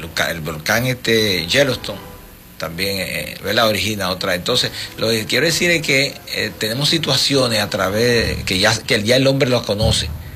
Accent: Dominican Republic

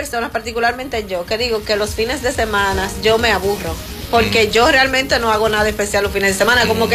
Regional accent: Dominican Republic; yo soy dominicana

